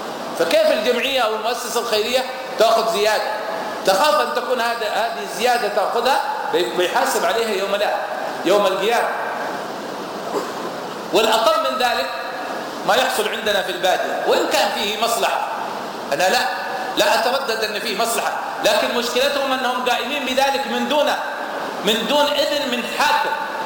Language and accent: Arabic; Yemen; عندنا في اليمن